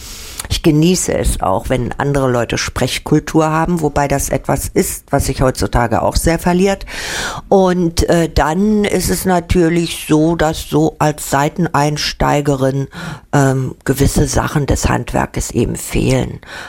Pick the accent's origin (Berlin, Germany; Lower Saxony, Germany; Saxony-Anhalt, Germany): Berlin, Germany; und dann noch als Berlinerin.